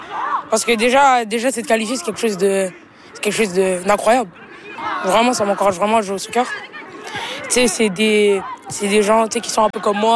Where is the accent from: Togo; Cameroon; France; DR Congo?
France; Puis j'ai grandi en France